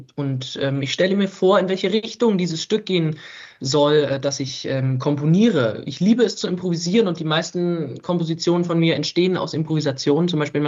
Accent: Weimar, Thuringia, Germany; Ja, das Album steht im Kontext von meiner Heimatstadt Weimar, in der ich geboren wurde und schon immer lebe.

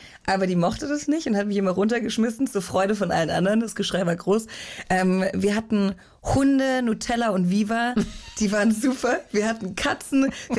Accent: Rottweil, Baden-Württemberg, Germany; born or raised there; moved away; also born or lived in Deißlingen / Stuttgart / Berlin

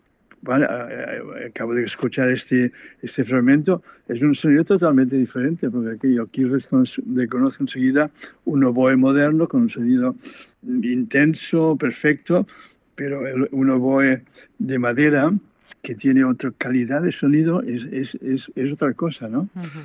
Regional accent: Catalonia, Spain

